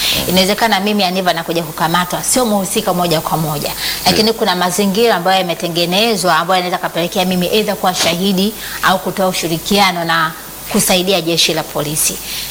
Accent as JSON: {"language": "Swahili", "country": "Tanzania", "said": "Sasa mimi kama Mtanzania nina jukumu la kujilinda."}